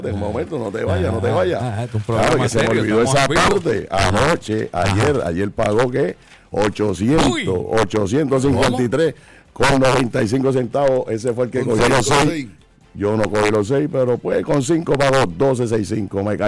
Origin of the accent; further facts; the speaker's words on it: Fajardo, Puerto Rico; Yo soy de Fajardo Garden.